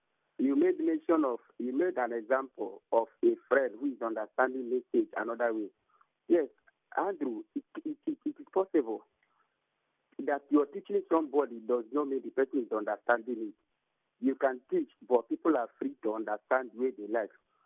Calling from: Omudioga, Rivers, Nigeria; I'm calling from Omudioga.

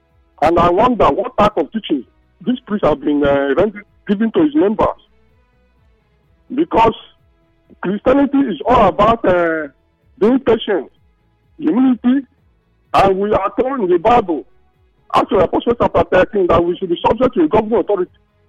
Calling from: Bori, Rivers, Nigeria; Yes, sir. … calling from Bori.

